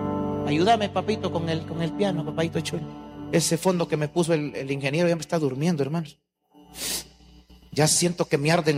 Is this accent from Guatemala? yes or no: yes; Guatemala; moved away; Si por dejar al Dios que me sacó de Guatemala, el diablo me asesina en otro país, eso es pérdida.